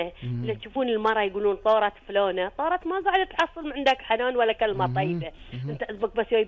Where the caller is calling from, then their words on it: Bahrain; أنا أكلمك من هني من البحرين